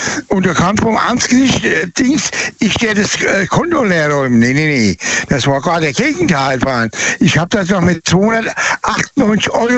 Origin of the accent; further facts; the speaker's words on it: Birlenbach, Rhineland-Palatinate, Germany; born there; Und zwar weiß ich, wo ich geboren bin, in dem Ort Birlenbach. Das Haus, wo ich geboren bin, war sogar das Baujahr.